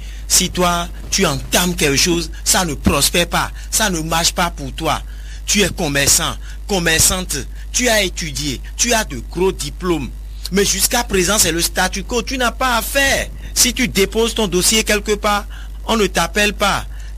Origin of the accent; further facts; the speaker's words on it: Benin; Je suis béninois.